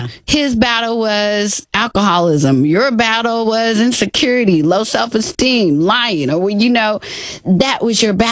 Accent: Texas, United States; So I fly 800 miles to Texas. That's my hometown.

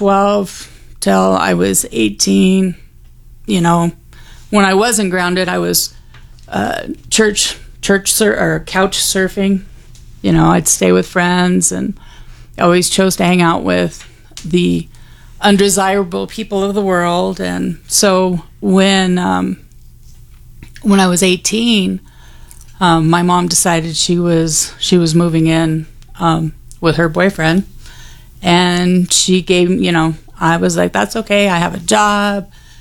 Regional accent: Colorado, United States; born there; also born or lived in Wisconsin; we moved from Wisconsin to Colorado.

